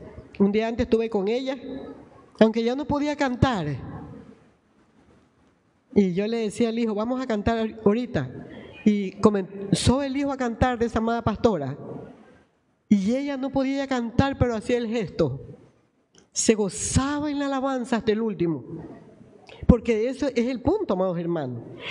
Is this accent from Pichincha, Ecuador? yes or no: no; Guayaquil, Guayas, Ecuador; born there